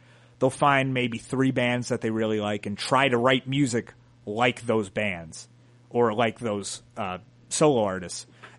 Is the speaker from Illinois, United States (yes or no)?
yes; Chicago, Illinois, United States; we're from Chicago.